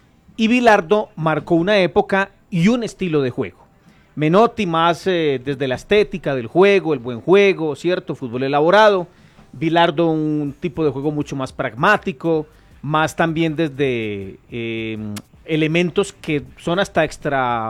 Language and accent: Spanish; Argentina; Ah, yo soy el más argentino de la mesa.